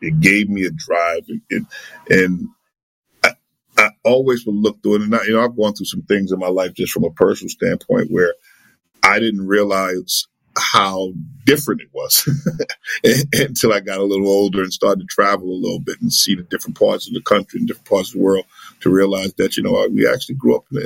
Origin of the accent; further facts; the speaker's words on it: South Bronx, New York, United States; growing up in the South Bronx, ironically, I didn't know how tough it was until I got older because everyone was going through the same thing.